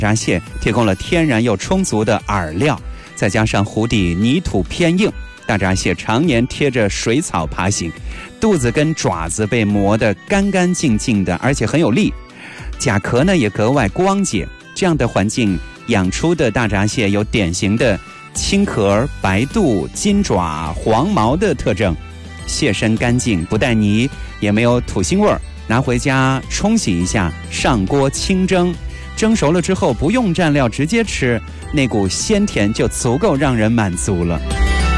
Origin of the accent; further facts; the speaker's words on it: Shuyang, Jiangsu, China; now in Nanjing, China; 我的老家沭阳的高墟那边的米据说挺不错的啊，但我好像没怎么吃过高墟的米。现在啊，这几年我们在南京作为新南京人生活着